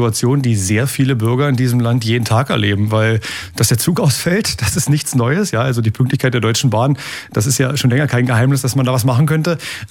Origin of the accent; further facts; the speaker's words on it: Saxony-Anhalt, Germany; Das machen die Menschen in Sachsen-Anhalt und da bin ich sehr stolz auf meine Heimat